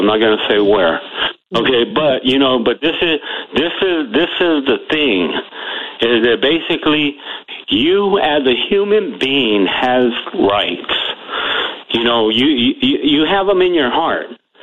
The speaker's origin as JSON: {"language": "English", "region": "California", "country": "United States", "lives_now": "North Carolina, United States", "said": "Oh, yeah, thank you. I'm from California. The company I work for transferred me out here."}